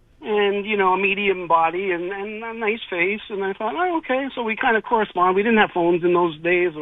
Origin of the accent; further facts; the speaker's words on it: Dorval, Quebec, Canada; I grew up in Dorval. I'm an Anglo.